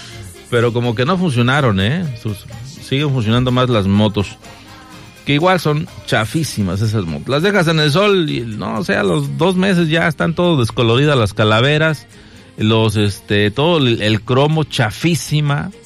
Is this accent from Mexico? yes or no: yes; Mexico